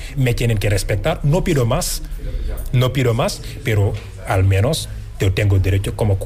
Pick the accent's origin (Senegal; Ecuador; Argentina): Senegal; moved away; Aunque soy de Senegal, yo soy muy, muy, muy orgulloso de mis raíces